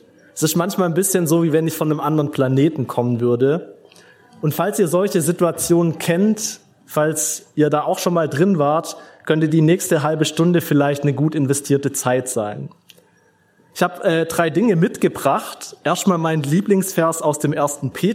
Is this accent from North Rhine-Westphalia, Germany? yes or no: no; Tuttlingen, Baden-Württemberg, Germany